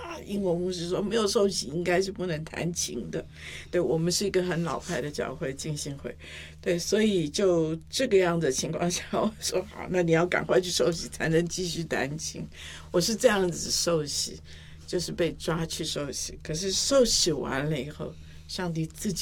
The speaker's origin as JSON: {"language": "Chinese", "region": "Taipei", "country": "Taiwan", "tie": "born there", "said": "那我又是私立学校念书，那高中是北一女啊"}